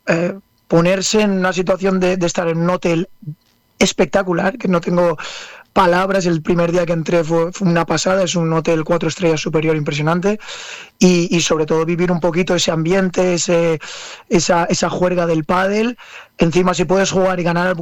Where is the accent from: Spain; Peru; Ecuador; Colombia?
Spain; Es decir, que somos los españoles somos sí.